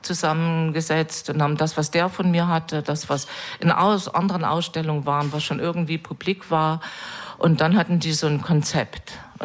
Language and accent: German; East Germany, Germany; Also ich komme aus der DDR und da hieß das Gleichberechtigung.